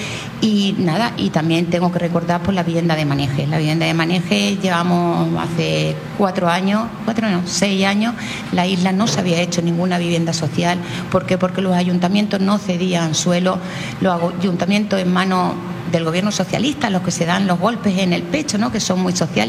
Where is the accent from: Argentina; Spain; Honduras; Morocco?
Spain; Entonces, Melilla y Ceuta es un territorio español, y como española que soy, lo siento mucho, tenemos que defender nuestro territorio.